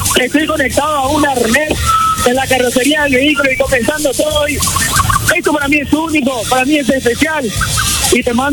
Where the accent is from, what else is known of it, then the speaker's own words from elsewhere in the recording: Paraguay; los paraguayos somos únicos